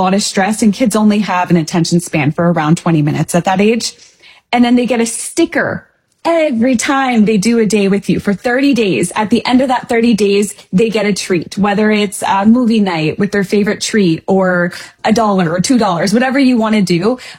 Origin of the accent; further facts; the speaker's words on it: Canada; moved away; I'm Canadian. I'm an Ontario trained teacher.